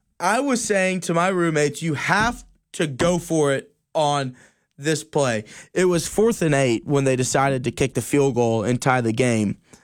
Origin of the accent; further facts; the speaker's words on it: Atlanta, Georgia, United States; I'm from Atlanta, so I have affiliation to the Falcons for sure.